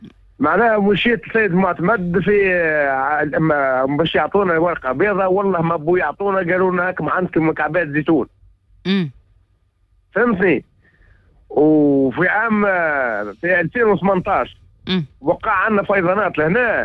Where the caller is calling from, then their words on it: Souk Jedid, Sidi Bouzid, Tunisia; من سوق جديد سيدي بوزيد.